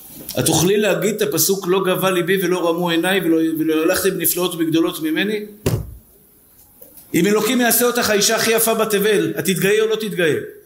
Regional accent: Tel Aviv, Tel Aviv District, Israel; נולדנו פשוטים, נולדתי בשכונת התקווה

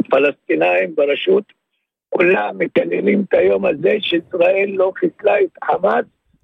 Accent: West Bank, Palestine; now in the Triangle, Israel; אני גר במשולש, אבל... אני גדלתי בשטחים וחייתי בשטחים בכפר פומנוק

